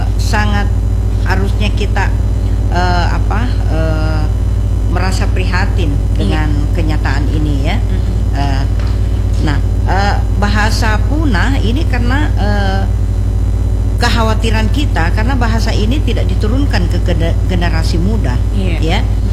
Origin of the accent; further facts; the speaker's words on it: South Sulawesi, Indonesia; accent: Makassar; Padahal kita juga punya logat seperti ini. Saya kan sudah